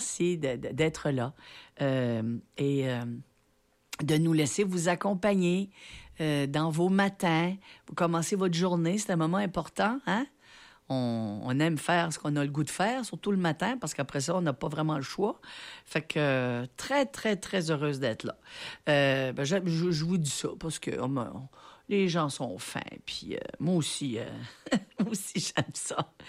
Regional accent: Tracadie, New Brunswick, Canada; Moi, je suis natif de Tracadie

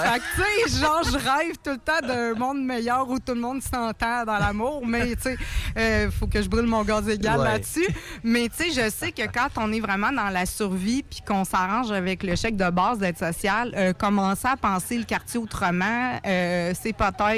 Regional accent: Quebec City, Quebec, Canada; quand je dis je viens de Vanier

